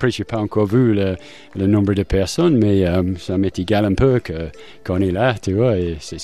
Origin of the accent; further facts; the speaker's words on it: England, United Kingdom; French is a second language; now in Sarlat, France; Je suis chinois, je suis anglais.